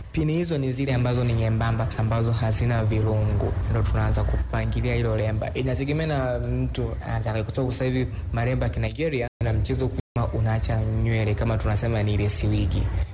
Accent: Dodoma, Tanzania; natokea Dodoma.

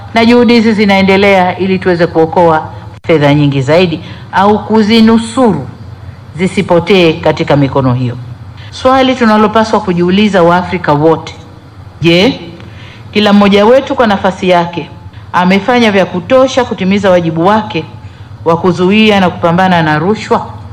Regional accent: Tanzania; sisi wa Tanzania

